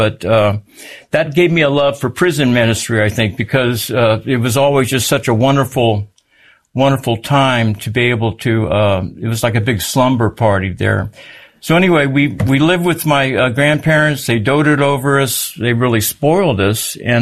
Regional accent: San Antonio, Texas, United States; born there; Well, I was born in San Antonio, Texas

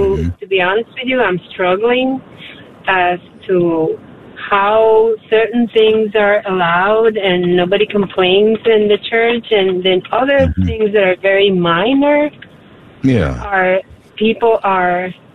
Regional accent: Puerto Rico; now in Washington, D.C. area, United States; I am from a small town in the middle of the island in Puerto Rico

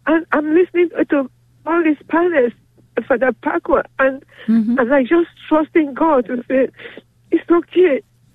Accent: Nigeria

